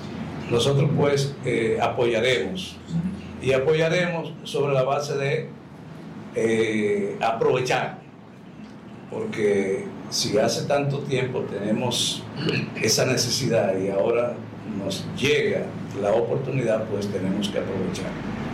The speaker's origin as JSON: {"language": "Spanish", "region": "Santiago Rodríguez", "country": "Dominican Republic", "said": "en los campos míos, yo soy de ahí, de los Almacenes, de Rodríguez."}